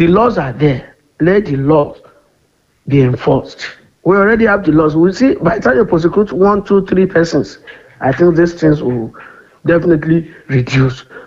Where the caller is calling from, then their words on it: Oka-Akoko, Ondo, Nigeria; I'm calling from Iwara Okakoko in Ondo State here.